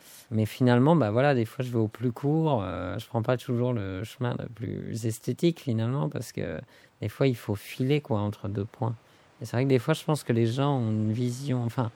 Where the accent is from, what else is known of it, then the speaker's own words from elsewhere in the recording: Nantes, Pays de la Loire, France; Nantes, je viens de Nantes. J'habitais dans un village, mais je suis né très près d'un marais et de la mer.